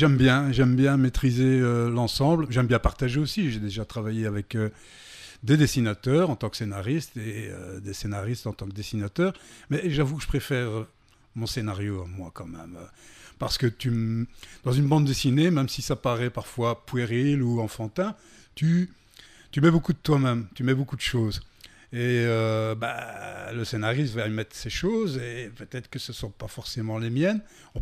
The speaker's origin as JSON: {"language": "French", "country": "Belgium", "tie": "born there", "said": "Voilà, je suis né en Belgique d'un père tunisien et d'une mère belge. Mon père est venu en 64 en Belgique pour étudier, et donc j'y suis né quelques années après."}